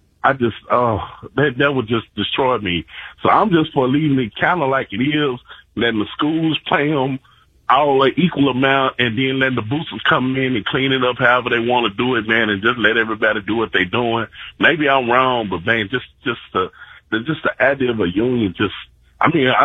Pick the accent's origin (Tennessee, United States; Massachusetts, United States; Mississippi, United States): Tennessee, United States